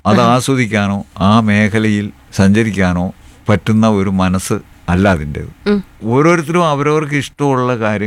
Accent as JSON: {"language": "Malayalam", "town": "Arikkuzha", "region": "Kerala", "country": "India", "tie": "born or raised there", "said": "തൊടുപുഴ തന്നെയാണ്. തൊടുപുഴ അരിക്കുഴ എന്ന് പറയുന്ന ഗ്രാമത്തിലാണ് ഞാൻ ജനിച്ചതും വളർന്നതും."}